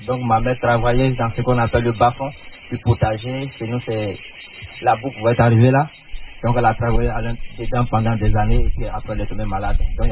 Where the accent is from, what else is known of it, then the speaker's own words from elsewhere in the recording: Côte d’Ivoire; je viens de la Côte d'Ivoire